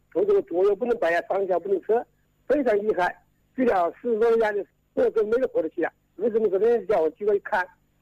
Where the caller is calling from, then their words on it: Xiantao, Hubei, China; 我是仙桃长那个大福。